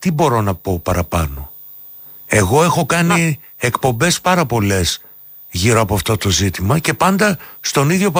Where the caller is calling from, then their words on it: Crete, Greece; δεν είμαι από το Παρίσι, από την Κρήτη είμαι.